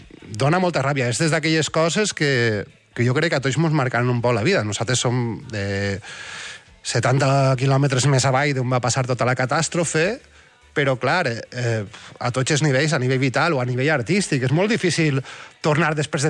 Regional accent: Valencian Community, Spain; som de la Marina.

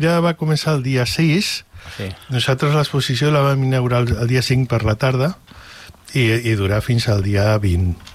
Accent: El Papiol, Catalonia, Spain; amb els fotògrafs que som del Papiol

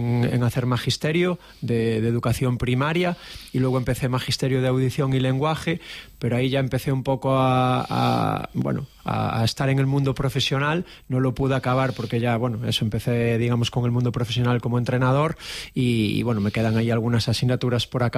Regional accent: Santiago de Compostela, Galicia, Spain; now in La Seu d'Urgell, Spain; nací en Santiago de Compostela en un 3 de junio de 1980.

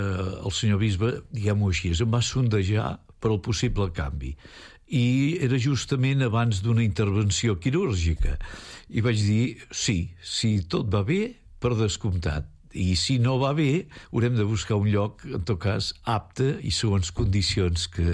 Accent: Hostalets d'en Bas, Catalonia, Spain; moved away; also born or lived in Rupit i Pruit / Figueres / Banyoles / Malgrat de Mar; Però als 4 anys vaig anar a Hostalets d'en Bas, i llavors jo sempre dic: soc d'Hostalets, perquè simplement doncs vaig estar 4 anyets que no recordo, de Rupit i Pruit, i he acabat doncs a Hostalets, i per tant de la Vall d'en Bas.

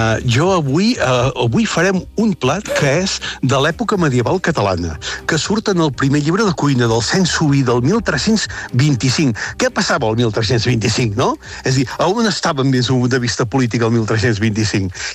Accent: Catalonia, Spain; Jo que sóc de la Garrotxa, doncs el farro

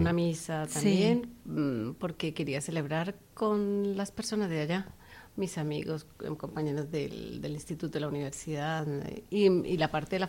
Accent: Colombia; moved away as an adult; now in Las Palmas, Spain; Yo soy de Colombia.

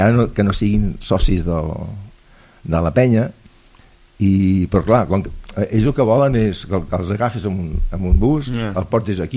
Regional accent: Barcelona, Catalonia, Spain; Jo potser perquè sóc de Barcelona i em moro de calor, no?

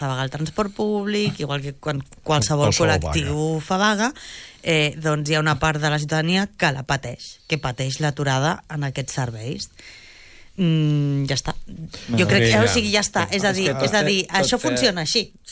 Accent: Badia del Vallès, Catalonia, Spain; Amb 3 anys vaig anar-hi, fins als 15 o així. Criada.

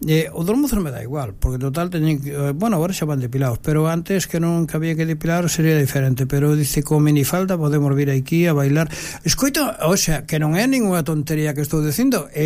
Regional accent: Galicia, Spain; o Centro Galego, sigo sendo galego, eu sempre fundo o Centro Galego

